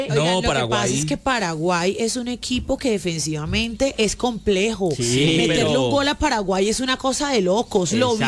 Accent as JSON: {"language": "Spanish", "country": "Colombia", "said": "hablo de los colombianos, porque pues, somos colombianos."}